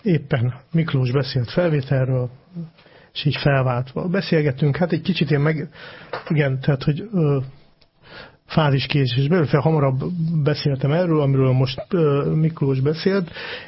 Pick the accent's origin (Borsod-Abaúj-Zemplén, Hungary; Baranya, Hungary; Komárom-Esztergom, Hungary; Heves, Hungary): Borsod-Abaúj-Zemplén, Hungary; Miskolc; Mint tudjátok, én miskolci vagyok